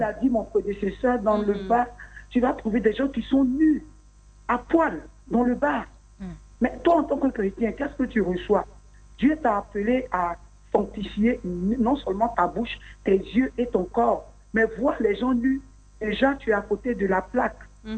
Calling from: Bingerville, Abidjan, Côte d’Ivoire; J'appelle de Bergerville.

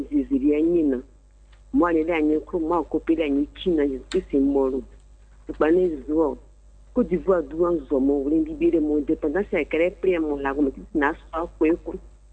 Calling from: Abidjan, Côte d’Ivoire; Je nous appelle d'Abobo.

